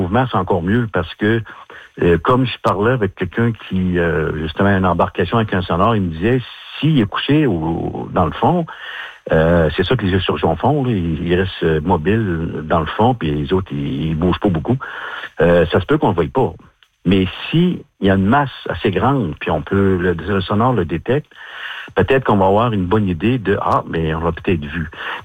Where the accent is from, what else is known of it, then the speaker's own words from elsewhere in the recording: Quebec, Canada; moi je viens pas de Ponigamouk en passant, je viens de la Côte-Nord.